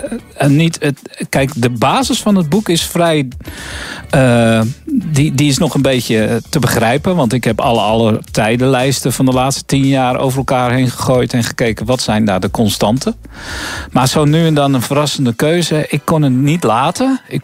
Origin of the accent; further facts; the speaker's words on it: Netherlands; En dat ligt niet aan mij dat ik dat als Nederlander niet begrijp.